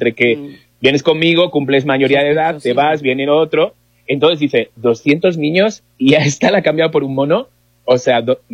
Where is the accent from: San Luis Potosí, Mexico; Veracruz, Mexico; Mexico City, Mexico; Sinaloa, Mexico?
Veracruz, Mexico; Catemaco; Pues voy porque soy de rey del Pride, de Catemaco.